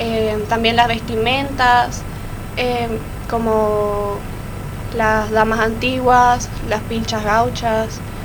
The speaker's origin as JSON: {"language": "Spanish", "town": "Oberá", "region": "Misiones", "country": "Argentina"}